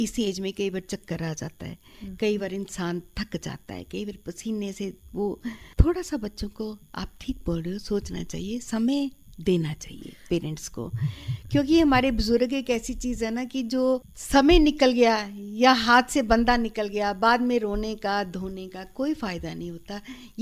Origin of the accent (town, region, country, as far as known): Jammu, Jammu and Kashmir, India